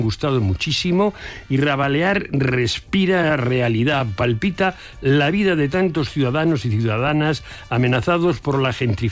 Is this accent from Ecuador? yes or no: no; Madrid, Community of Madrid, Spain; Estoy conmovido por Can Mosques y eso que soy de Cuatro Caminos.